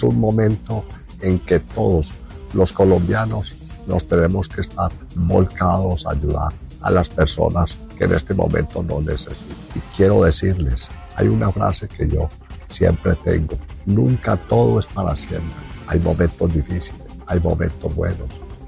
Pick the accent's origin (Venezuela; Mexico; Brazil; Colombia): Colombia; Gente, mi pueblo colombiano, los quiero, los amo.